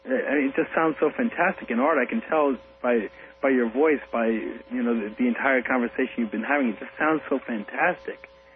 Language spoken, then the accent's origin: English; Huntington, New York, United States; No, I'm from Suffolk County. I'm from Huntington.